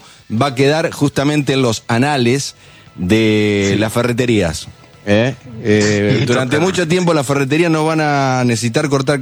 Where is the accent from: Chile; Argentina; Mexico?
Argentina; Nosotros como argentinos sufrimos varios estados emocionales a lo largo de un año, de un día, de una hora.